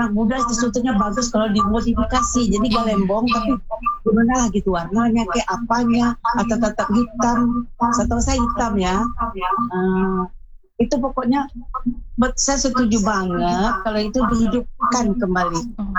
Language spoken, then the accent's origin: Indonesian; West Sumatra, Indonesia; saya ini kan memang nggak besar di sini ya, tapi saya orang Minang asli.